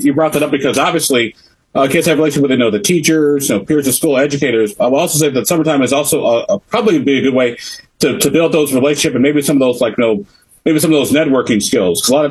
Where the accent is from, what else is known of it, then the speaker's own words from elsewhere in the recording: Chicago, Illinois, United States; also born or lived in Europe; like I said, I grew up in Chicago and in Europe for a while.